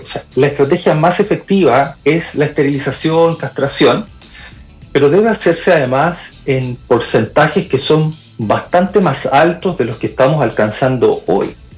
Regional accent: Chile; nosotros como chilenos

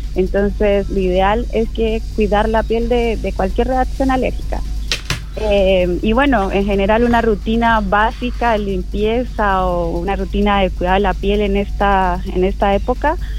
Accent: Colombia; moved away; yo soy de Colombia.

